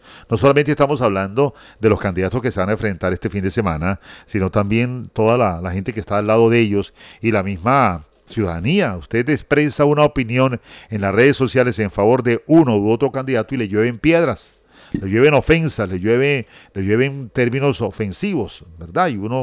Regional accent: Colombia; vamos a seguir siendo colombianos

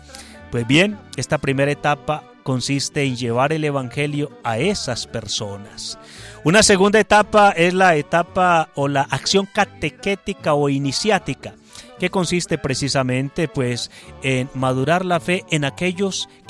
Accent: Colombia

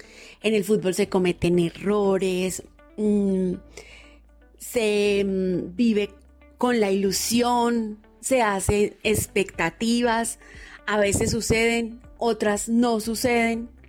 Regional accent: Colombia; somos colombianos

